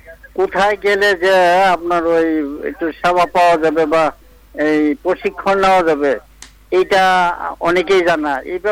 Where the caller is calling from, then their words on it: Bhaluka, Mymensingh Division, Bangladesh; কাশিনা Bhaluka Mymensingh.